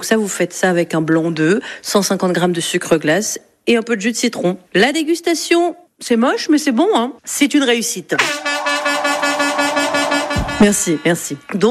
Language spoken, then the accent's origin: French; Hauts-de-France, France; Et il est surtout connu pour être réalisé chez nous en Flandre.